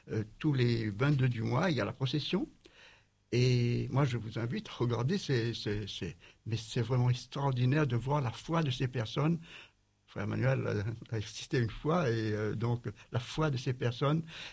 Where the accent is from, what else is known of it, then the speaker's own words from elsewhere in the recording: Réunion, France; Je suis réunionnais.